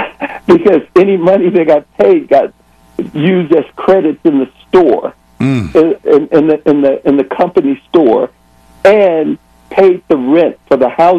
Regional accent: Texas, United States; I was born in the Piney Woods of East Texas in a house with no plumbing or electricity.

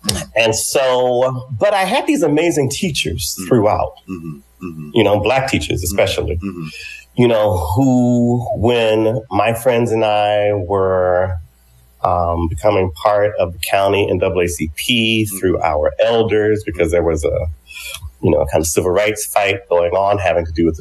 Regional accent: Manchester, Georgia, United States; born or raised there

